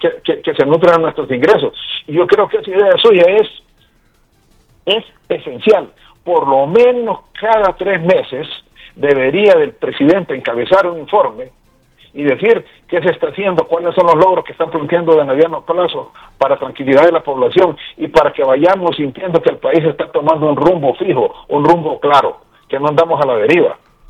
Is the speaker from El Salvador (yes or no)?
no; Honduras; Como hondureño nos interesa que el gobierno le vaya bien.